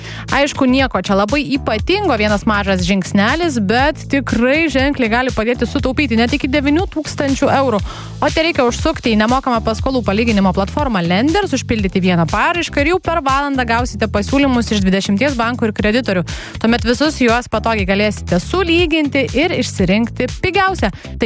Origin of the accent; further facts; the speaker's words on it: Vilnius, Vilnius County, Lithuania; Aš kaip gimusi ir augusi Vilniuje galiu pasakyti, kad labai gera vieta ten gyventi